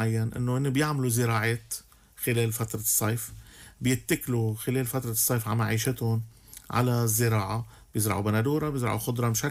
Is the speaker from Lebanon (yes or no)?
yes; Kfardebian, Keserwan-Jbeil, Lebanon; وأنا بقول لك بضيعتي بكفر دبيان